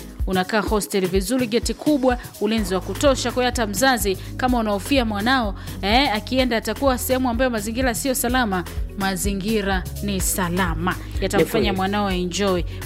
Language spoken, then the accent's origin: Swahili; Tanzania; Mimi ni Mtanzania.